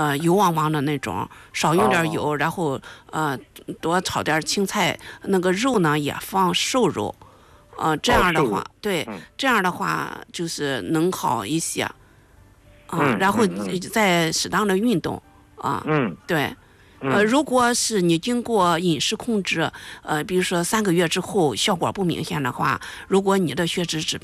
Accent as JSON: {"language": "Chinese", "country": "China", "said": "因为现在我们中国人一半以上的人都超重，包括我也属于超重。"}